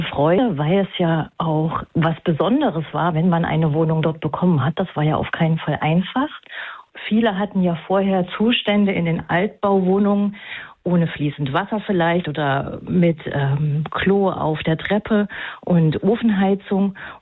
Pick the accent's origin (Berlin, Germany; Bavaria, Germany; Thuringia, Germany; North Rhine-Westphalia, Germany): Thuringia, Germany; Ich bin tatsächlich selber in Thüringen in der Platte groß geworden.